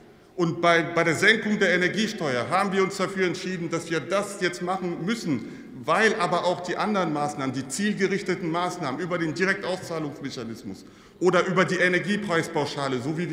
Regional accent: Saxony-Anhalt, Germany; und vielleicht darf ich ein Beispiel aus meiner Heimat, aus Sachsen-Anhalt, wo ich aufgewachsen bin, mal hier mit Ihnen besprechen

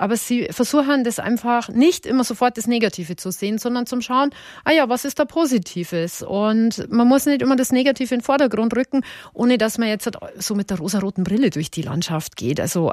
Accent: Bavaria, Germany; Und für mich als Bayerin war es lustig, dass die Finnen gefragt haben, was eine Breze ist.

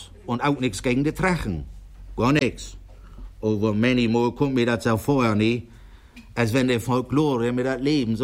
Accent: Marne, Schleswig-Holstein, Germany; Wo kommen Sie her? Ich sag, ich komme aus Marne. Dithmarschen.

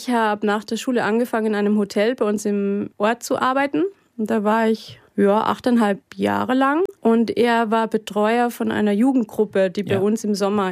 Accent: Wagrain, Salzburg, Austria; also born or lived in Maltatal; Also ich bin im Maltertal aufgewachsen und war 8 oder 9 und dann bin ich nach Wagrain gezogen.

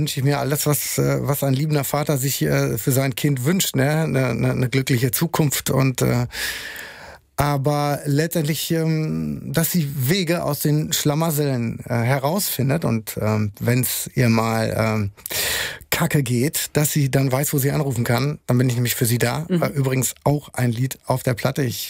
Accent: North Rhine-Westphalia, Germany; ich komme aus Westfalen eigentlich. Ne? Also ja, letztendlich sind wir dann bei Reda-Wiedenbrück, Gütersloh, Bielefeld, Ostwestfalen. Und so eine gewisse Redensart und eine gewisse Rustikalität und so, die habe ich bestimmt von den beiden, also von meinen Eltern.

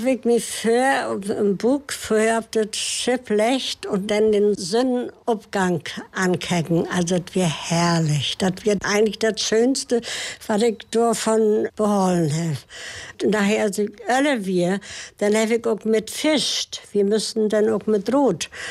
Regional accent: Seedorf, Mecklenburg-Vorpommern, Germany; born there; Ich bin in Seedorf auf Rügen geboren und auch auf Wossen.

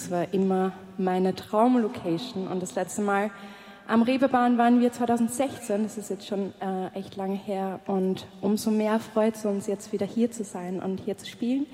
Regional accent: Austria; Wir kommen aus Österreich

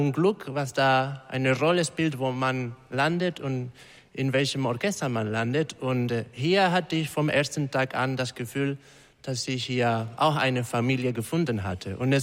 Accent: Spain; German is a second language; moved away as an adult; now in Germany; ich komme aus Spanien.

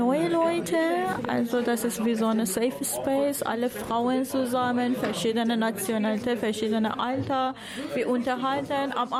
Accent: Iran; German is a second language; now in Osnabrück, Germany; Ich komme aus dem Iran

